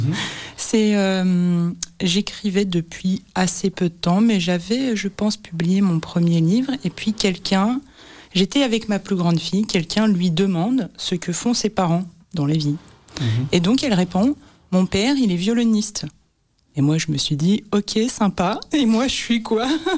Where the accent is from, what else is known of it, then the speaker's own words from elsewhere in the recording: France; moved away as an adult; now in Brussels, Belgium; Je suis d'origine française, je suis arrivée à 19 ans en Belgique. Je suis restée en Belgique